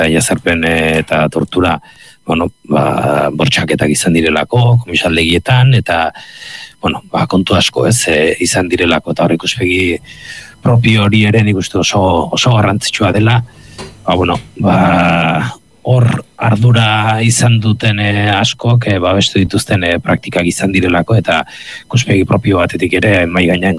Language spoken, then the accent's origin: Basque; Basque Country, Spain; ni Gipuzkoarra naiz, Gipuzkoan nire gaztaro guztian Diario Basko irakurtzen zuen jende guztiak